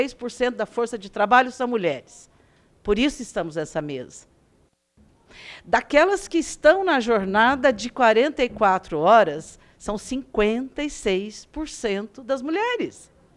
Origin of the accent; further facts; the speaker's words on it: Registro, São Paulo, Brazil; lá da minha cidade, sou de Registro, interior de São Paulo.